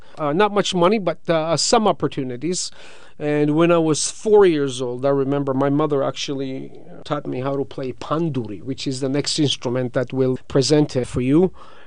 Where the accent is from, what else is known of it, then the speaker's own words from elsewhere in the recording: Georgia; moved away as an adult; now in Toronto, Canada; where I grew up in Georgia